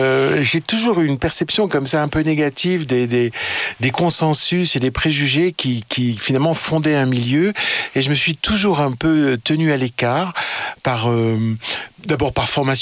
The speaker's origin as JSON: {"language": "French", "town": "Lyon", "region": "Auvergne-Rhône-Alpes", "country": "France", "tie": "born there", "also_born_or_lived": "Belgium", "moved": "as an adult", "said": "Je suis né à Lyon"}